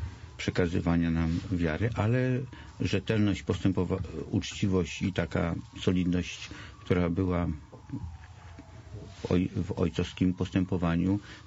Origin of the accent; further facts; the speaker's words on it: Warsaw, Masovian Voivodeship, Poland; Cały czas urodziłem się i mieszkałem w Warszawie.